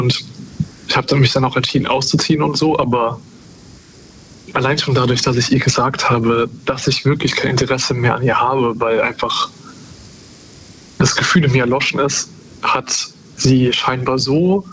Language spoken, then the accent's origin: German; Cologne, North Rhine-Westphalia, Germany; ich komme aus Köln.